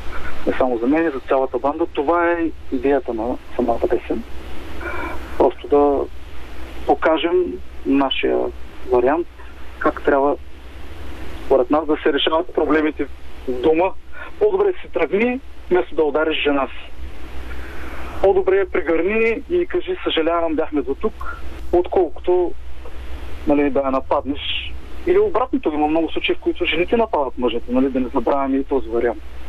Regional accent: Burgas, Burgas Province, Bulgaria; Да, ние сме от Бургас.

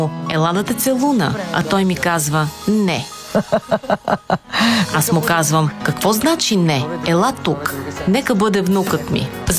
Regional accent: Žitorađa, Southern and Eastern Serbia, Serbia; И когато се върна в моето родно място, Житораджа, където съм родена, макар че повече от 30 години не живея там

